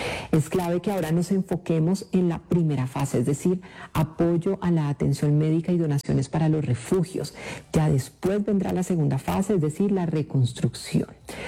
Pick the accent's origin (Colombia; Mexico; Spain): Colombia; así somos los colombianos, empáticos, considerados.